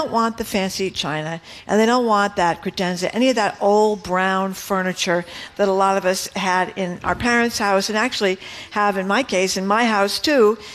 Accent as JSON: {"language": "English", "town": "Fall River", "region": "Massachusetts", "country": "United States", "tie": "born or raised there", "said": "in my house at home when I was growing up in Fall River, one of the things that people took twice was silver."}